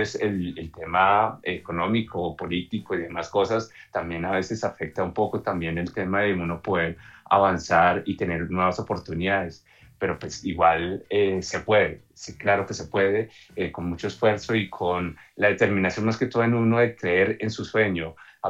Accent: Colombia; nosotros como colombianos

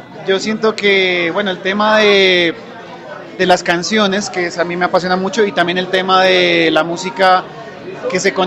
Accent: Pasto, Nariño, Colombia; en mi caso, que vengo de Pasto

